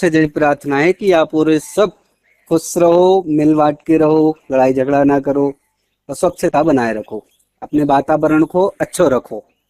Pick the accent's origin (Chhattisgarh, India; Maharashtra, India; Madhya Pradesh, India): Madhya Pradesh, India; Sagar; हम नन्नी देवरी से हैं … हमारी 35 साल उम्र है